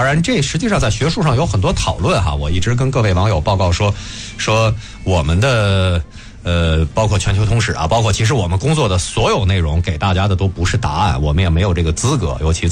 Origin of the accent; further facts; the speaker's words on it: China; 但是我们都是炎黄子孙，对吧？那我们有我们共同的，比方说像这个孔夫子、孔庙等等，这是我们中国人的。